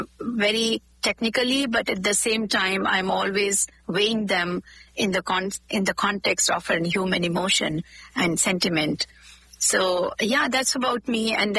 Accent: Jhansi, Uttar Pradesh, India; I'm from a very small town in India. It's called Jhansi.

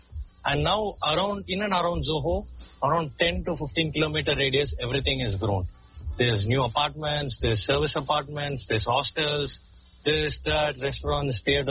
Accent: Tamil Nadu, India; since I'm from Tamil Nadu

